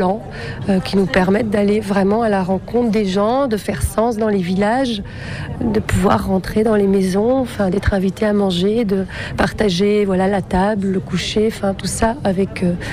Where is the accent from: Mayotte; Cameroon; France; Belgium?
Belgium